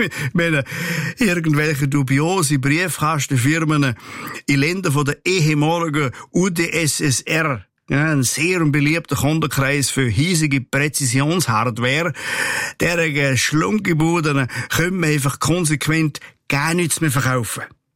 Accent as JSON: {"language": "German", "country": "Switzerland", "said": "da sind wir Schweizer nämlich weltweit führend."}